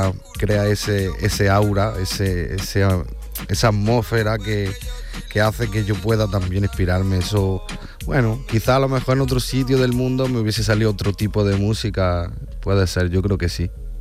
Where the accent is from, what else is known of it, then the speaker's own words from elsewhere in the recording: Almería, Andalusia, Spain; Yo soy de aquí, de Almería. Toda, bueno, nací aquí. Mi padre es de Argelia, pero yo soy de, o sea, nací aquí en Almería. Yo soy español, yo me considero más español que otra cosa.